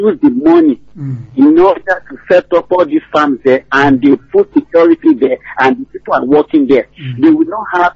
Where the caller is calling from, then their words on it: Ijebu-Ode, Ogun, Nigeria; from Ijebu-Ode.